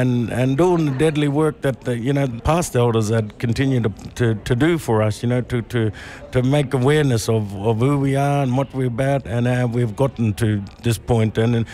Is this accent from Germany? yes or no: no; South Australia, Australia; now in Port Elliot, Australia; I'm a Ramanjiri of Naranjiri Nation and Naranga artist and storyteller. And I'm I live on country in Kunjan Ward and in Port Elliot there on a Ramanjiri country.